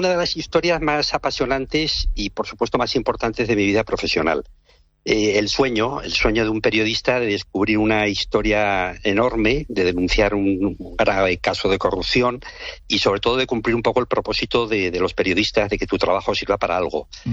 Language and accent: Spanish; Pamplona, Navarre, Spain; el piso en el que vivía en Pamplona, muy cerca al Colegio de Jesuitas, donde yo había estudiado, yo soy de Pamplona